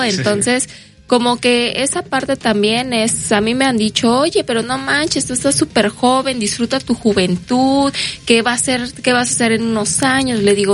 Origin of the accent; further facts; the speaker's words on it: Veracruz, Mexico; soy de Veracruz